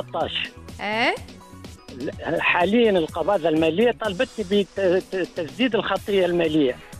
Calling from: Sousse, Sousse Governorate, Tunisia

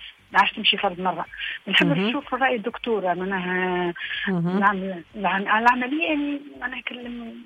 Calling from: Sousse, Sousse Governorate, Tunisia

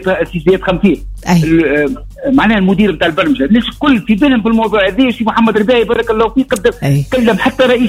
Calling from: Tunisia; بلادنا تونس

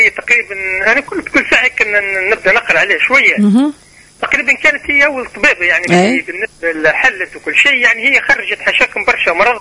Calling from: Djerba, Medenine, Tunisia

